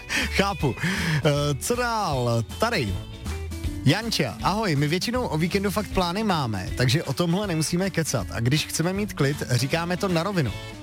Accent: Plzeň, Plzeň Region, Czechia; To u nás jako na západě Čech vždycky fungovalo. Já jsem z Plzně a tam prostě jako

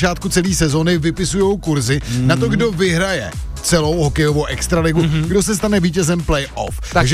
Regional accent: Plzeň, Plzeň Region, Czechia; i jako Plzeňák

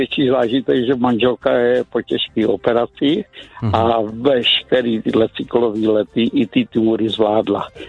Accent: Křenek, Central Bohemian Region, Czechia; ze Křenků, Starý Boleslavy.

